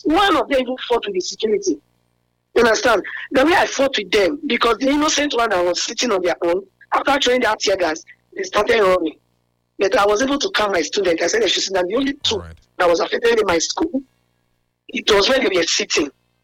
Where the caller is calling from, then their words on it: Nigeria; from Nigeria.